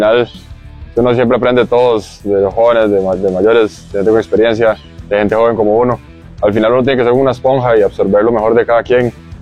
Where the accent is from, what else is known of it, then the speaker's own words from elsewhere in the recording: Costa Rica; yo soy canadiense por el lado de mi madre, pero he vivido toda mi vida en Costa Rica